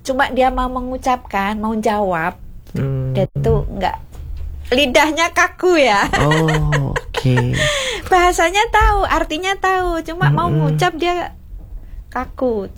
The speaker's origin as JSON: {"language": "Indonesian", "town": "Surakarta", "region": "Central Java", "country": "Indonesia", "accent": "Solo Javanese", "first_language": "Javanese", "second_language": "Indonesian", "said": "Iya, lebih ke Solonya."}